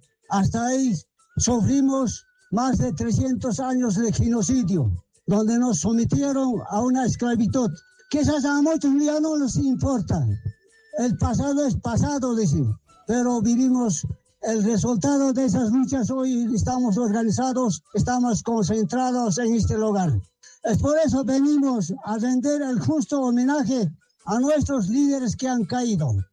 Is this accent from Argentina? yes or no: no; Bolivia; De ahí venimos los comunarios de San Salvador de Salinas.